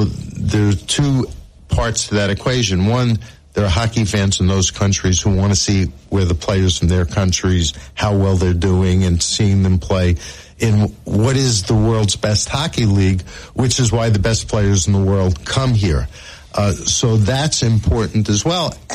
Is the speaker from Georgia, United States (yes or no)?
no; New York, United States; You know, growing up in New York, you had all the majors.